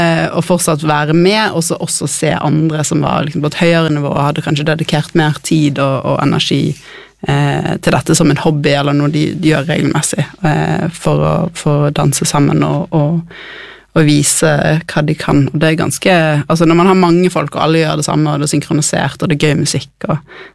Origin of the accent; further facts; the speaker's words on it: Bergen, Vestland, Norway; Dere hører jo på dialekten min, jeg er fra Bergen.